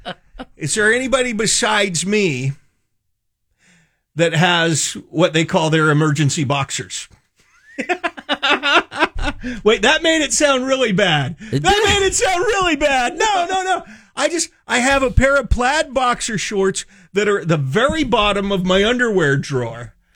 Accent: California, United States

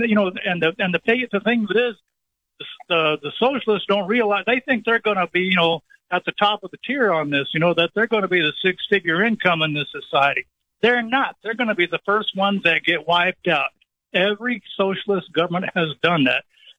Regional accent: Anthony, Texas, United States; I was raised up there in Anthony, Texas, which is right on the Mexico state line. I've lived in this area all my life, except for a few years out when I was in the Navy.

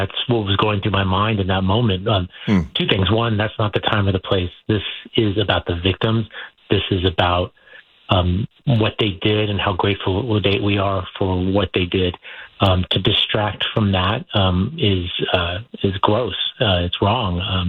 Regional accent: San Diego, California, United States; As you mentioned, I grew up in San Diego, in Claremont. I went to Madison High School

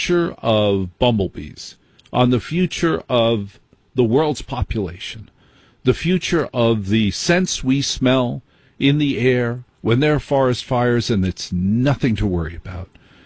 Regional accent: New Jersey, United States; I grew up in Jersey. How do we communicate in Jersey?

